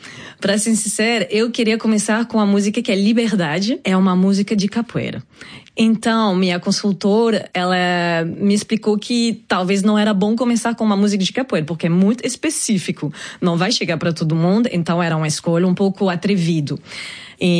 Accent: France; Eu me inspiro pela música brasileira, mas eu sou também francesa.

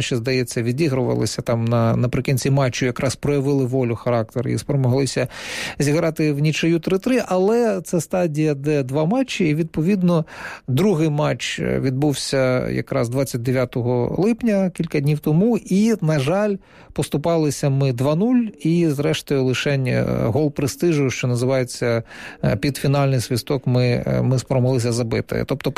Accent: Donetsk, Donetsk Oblast, Ukraine; Я з Донецька, але це не той випадок.

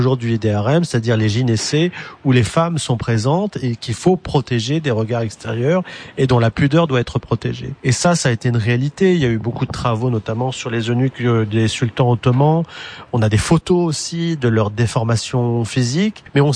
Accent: France; Moi-même, en tant que Tunisien qui est né en France, qui a vécu en France

